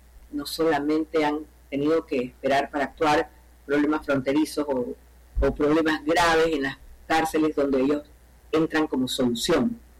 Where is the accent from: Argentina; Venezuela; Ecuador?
Ecuador; nos hacen sentir orgullosos como ecuatorianos